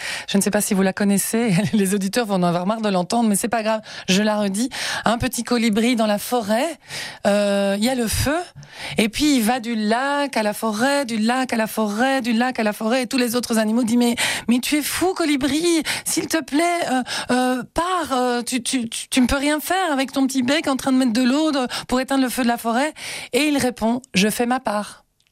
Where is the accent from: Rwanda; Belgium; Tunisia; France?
Belgium; Brussels, Brussels-Capital Region; Moi je suis une vraie bruxelloise et je suis très très fan de Bruxelles